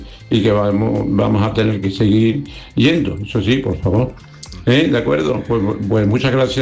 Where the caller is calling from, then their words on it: La Línea de la Concepción, Andalusia, Spain; Yo soy de La Línea, pocos kilómetros de allí, pero tengo muy mucho de Ceuta porque mis padres vivieron en Ceuta